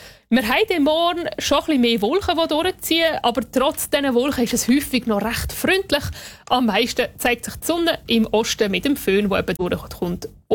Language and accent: German; Uri, Switzerland; Ich denke hier so als Urner, Rüstal, Glarnerland oder auch das Rheintal